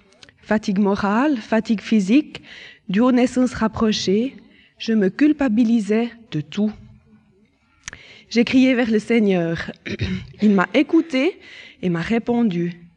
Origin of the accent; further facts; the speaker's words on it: Lausanne, Vaud, Switzerland; born there; Je suis née à Lausanne et j'ai été baptisée dans la foi catholique.